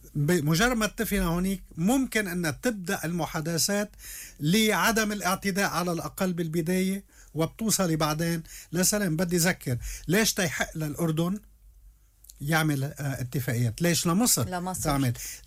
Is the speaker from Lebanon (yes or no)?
yes; Lebanon; لكن بالنهاية في وقائع نحن باعتبار إسرائيل هيك شو استفدنا كلبنانيين